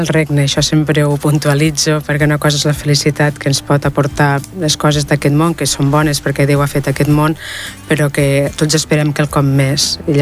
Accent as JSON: {"language": "Catalan", "town": "Reus", "region": "Catalonia", "country": "Spain", "said": "jo soc de Reus."}